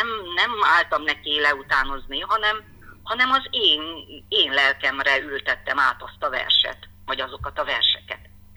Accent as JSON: {"language": "Hungarian", "town": "Hoghiz", "region": "Brașov County", "country": "Romania", "tie": "born or raised there", "said": "Én meg ott születtem Old Hévízen."}